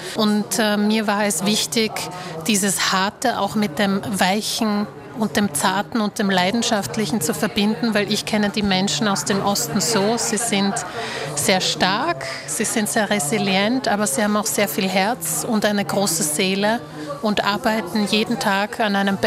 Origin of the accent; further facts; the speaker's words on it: Slovakia; first language Slovak; German is a second language; umso mehr und mehr habe ich auch ein bisschen meine Muttersprache verlernt. Und heute muss ich mich leider schon ein bisschen anstrengen, um gut Slowakisch zu sprechen.